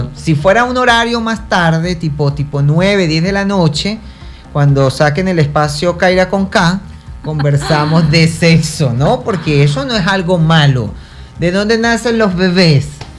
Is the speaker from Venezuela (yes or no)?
yes; Venezuela; de que no te quedes solo en Venezuela porque es mi país